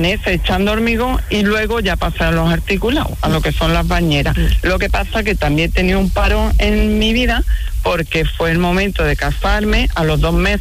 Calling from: Mijas, Andalusia, Spain; Yo vivo en Las Lagunas.

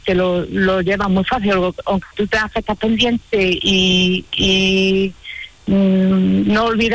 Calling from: Montalbán de Córdoba, Andalusia, Spain; No, porque yo soy de Montalbán, de Córdoba.

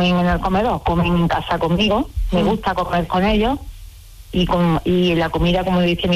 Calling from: Jaén, Andalusia, Spain; yo soy de Jaén

